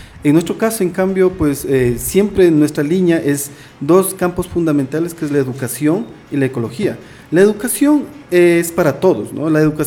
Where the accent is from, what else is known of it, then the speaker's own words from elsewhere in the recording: Imbabura, Ecuador; born there; yo soy de Huaycopungo, de la Laguna de San Pablo.